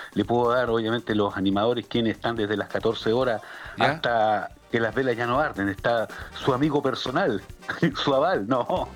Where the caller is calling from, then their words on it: Valparaíso, Chile; De Valparaíso, del Cerro La Cruz.